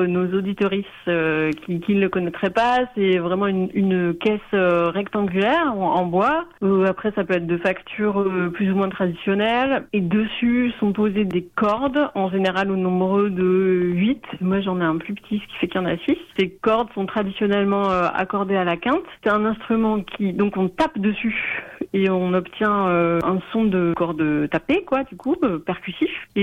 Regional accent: Nouvelle-Aquitaine, France; Moi, comme j'ai grandi au Pays Basque, donc qui n'est pas du tout loin de l'Occitanie.

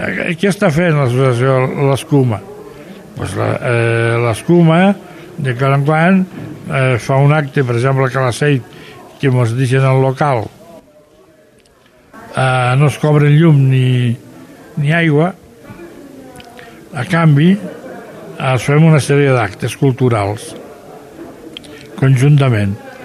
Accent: Aragon, Spain; Per exemple, el meu poble, Estoril, Sant Sigofestes, no sé, potser està. I té 1.000 habitants, n'haurà pujat a 3 o 4.000. Aquests 3 o 4.000 tots parlen català

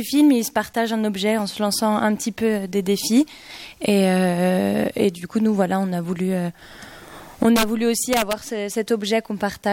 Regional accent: Lyon, Auvergne-Rhône-Alpes, France; Et nous, on vient de Lyon.

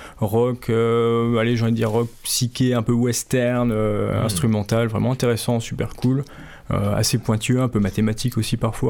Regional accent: Grand Est, France; Alors moi, je suis originaire de Lorraine, dans le nord-est de la France.

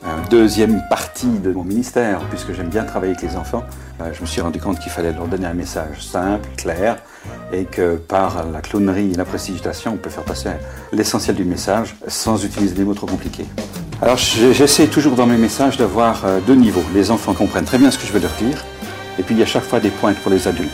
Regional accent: Belgium; accent: Belgian; now in Switzerland; moi j'ai un accent belge, j'ai coupé au couteau une fois.

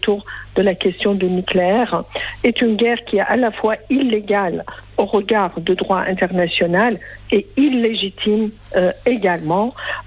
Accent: Tehran, Tehran Province, Iran; moved away; also born or lived in Isfahan; j'ai grandi à Téhéran

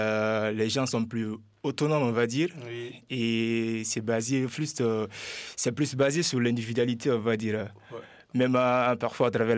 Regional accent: Guinea; now in France; Je viens de la Guinée.

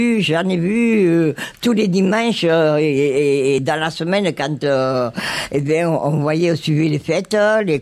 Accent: France; Oui, je suis native des Margues, enfin, je suis des Margues.

